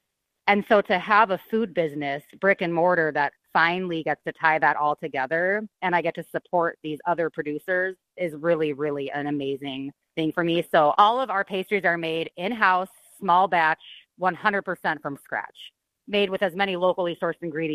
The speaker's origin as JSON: {"language": "English", "region": "California", "country": "United States", "tie": "born or raised there", "said": "That's something that I grew up drinking in Southern California."}